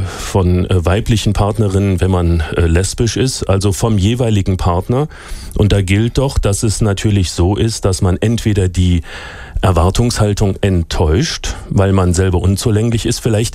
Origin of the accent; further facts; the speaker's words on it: Rhineland, Germany; born there; Ich bin ja im Rheinland geboren